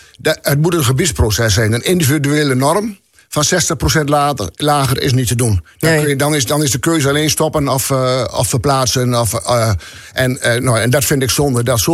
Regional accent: Netherlands; we als Nederlanders

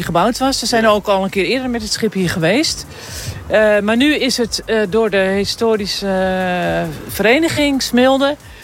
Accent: Amstelveen, North Holland, Netherlands; moved away as an adult; now in Woudrichem, Netherlands; Wij komen oorspronkelijk uit Amsterdam-Amstelveen. Ja. Maar het schip, we wonen dus op het schip al 40 jaar. En het schip ligt nu in Woudrichem.

